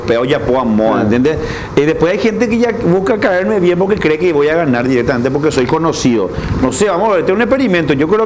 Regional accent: Lambaré, Central, Paraguay; also born or lived in Fernando de la Mora / Villa Elisa / Ñemby; now in San Antonio, Paraguay; Yo nací en Fernando, pero me crié en Lambaré. Ah. Luego pasé a Villa Elisa, Ñemby

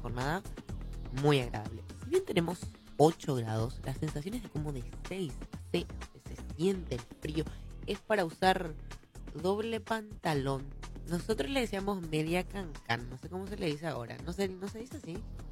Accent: Encarnación, Itapúa, Paraguay; era cosa que se decía en mi ciudad al menos, yo soy de Encarnación, porque cada zona tiene su punto.

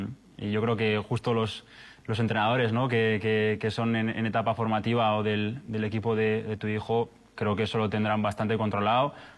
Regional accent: Navarre, Spain; Yo soy de Navarra y la primera vez que jugué en un campo, en un estadio de fútbol profesional, cerca de casa

